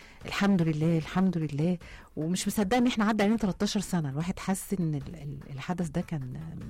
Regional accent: Egypt; كل سنة واحنا مصريين

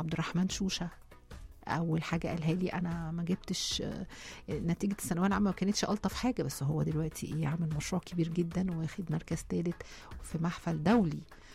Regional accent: Egypt; احنا مصريين مسلمين ومسيحيين

